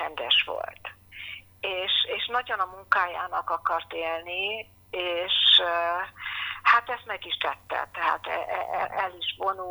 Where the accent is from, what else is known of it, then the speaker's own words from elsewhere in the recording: Canada; born there; first language English; Hungarian is a second language; mi évente jártunk nyaranta vissza Magyarországra, ugye én Kanadába születtem.